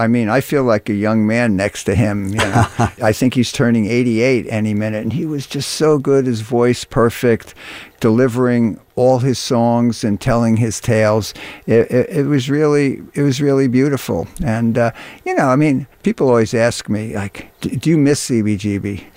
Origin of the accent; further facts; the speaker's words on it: New York City, New York, United States; I grew up in Flatbush